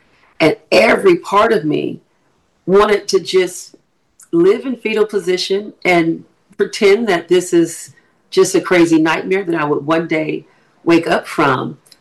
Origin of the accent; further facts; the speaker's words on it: California, United States; moved away as an adult; now in Ohio, United States; I grew up in California. I don't know Ohio the way he knew Ohio.